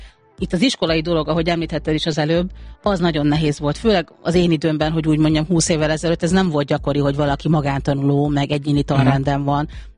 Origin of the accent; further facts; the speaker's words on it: Pécs, Baranya, Hungary; És igen, és ráadásul én ugye pécsiként, a Pécsi klubban habár volt egy majdnem olimpikonunk